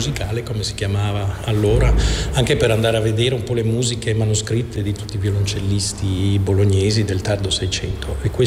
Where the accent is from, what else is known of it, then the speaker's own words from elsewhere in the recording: Flanders, Belgium; No, ma sono cresciuto nelle Fiandre vicino a Bruges, che è lì la città dove già nel 64 hanno cominciato un festival di musica antica, quindi da bambino i miei mi portavano a sentire questi concerti